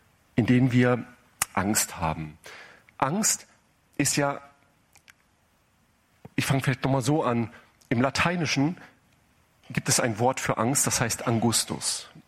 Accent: Leopoldshöhe, North Rhine-Westphalia, Germany; Und ich weiß noch, wie wir nach Hause fuhren von der Schule, das ist bei uns in Leopoldshöhe so ein Schulzentrum. Und dann ist es so, er musste dann immer noch mal weiter geradeaus fahren Richtung Nienhagen. Und bei mir war es dann so, dass ich dann links abbog, nach Schuckenbaum rein.

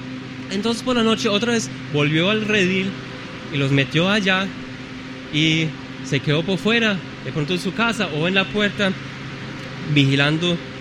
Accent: Germany; moved away; En mi país, en Alemania, hay pastores.

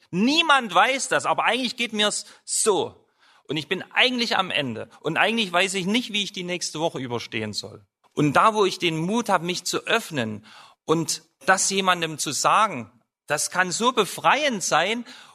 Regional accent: Germany; Ich bin in der DDR groß geworden als Christ, war auch in einem Jugendkreis so wie ihr

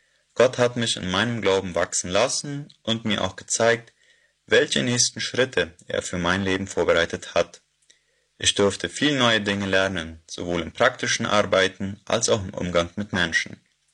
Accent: Boquerón, Paraguay; ich komme aus der Kolonie Neuland

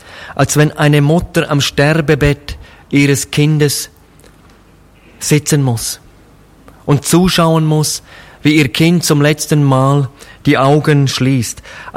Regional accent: Grisons, Switzerland; Da, wo ich herkomme aus der Schweiz, gibt es eine 284 Meter lange Eisenbahnbrücke, die über eine große Schlucht führt und somit zwei Dörfer, zwei Teile verbindet.

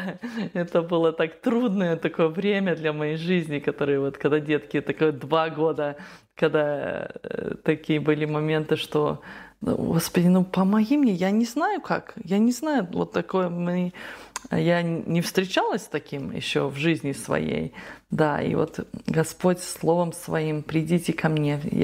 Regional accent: Russia; moved away; Вот мы выросли, когда в России росли, у нас соседи были неверующие, и мы ходили на воскресную школу по субботам

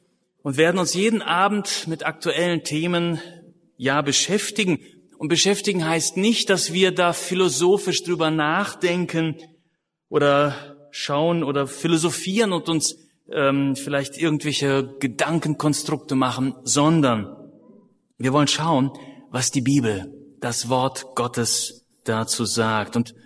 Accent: Germany; wir als Deutsche und als Europäer

